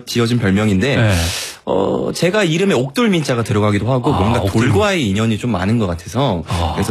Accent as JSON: {"language": "Korean", "town": "Seocheon", "region": "South Chungcheong", "country": "South Korea", "tie": "born or raised there", "said": "서천이 고향입니다."}